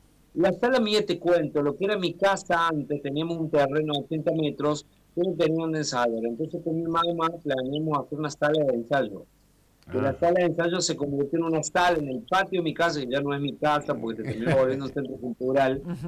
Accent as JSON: {"language": "Spanish", "town": "Villa del Rosario", "region": "Córdoba", "country": "Argentina", "tie": "born or raised there", "said": "yo soy oriundo de Villa del Rosario, amo mi ciudad."}